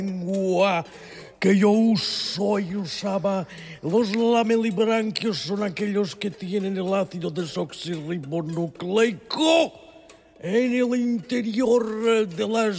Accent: Catalonia, Spain; Em pot parlar català perquè jo sóc català de tota la vida.

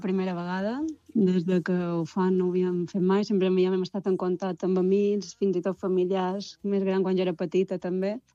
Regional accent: Bunyola, Balearic Islands, Spain; nosaltres som de Bunyola

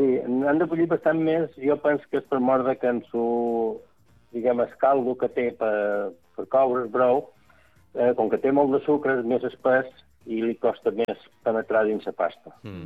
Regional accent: Santa Eulària des Riu, Balearic Islands, Spain; jo som de Sant Eulari, no som de Sant Joan

